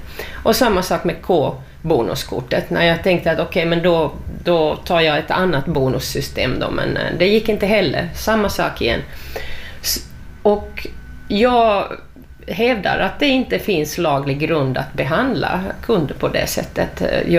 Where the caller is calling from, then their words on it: Finland; Jag är finsk medborgare och vi har adressen här.